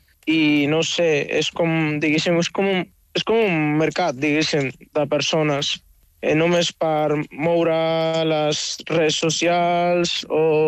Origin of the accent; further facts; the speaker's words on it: Morocco; moved away; Una mica sí. Com a migrant marroquí, sí, sincerament.